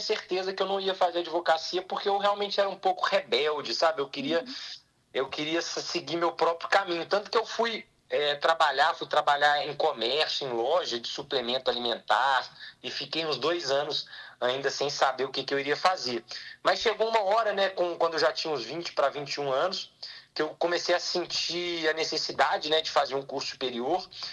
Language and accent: Portuguese; Belo Horizonte, Minas Gerais, Brazil; Eu sou de 94, né, Diva? Eu vou completar meus 32 anos. E eu nasci aqui em Belo Horizonte, no bairro Floresta, no qual eu morei grande parte da minha vida. Hoje eu moro ainda em Belo Horizonte, mas no bairro Cidade Nova.